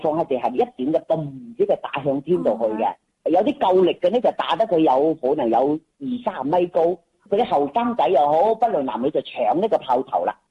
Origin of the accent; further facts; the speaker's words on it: Yangchun, Guangdong, China; now in Shenzhen, China; 我家乡系阳江阳春人。